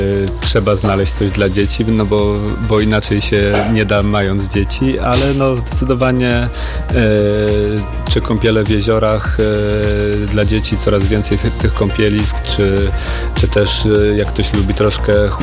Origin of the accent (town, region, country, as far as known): Pomeranian Voivodeship, Poland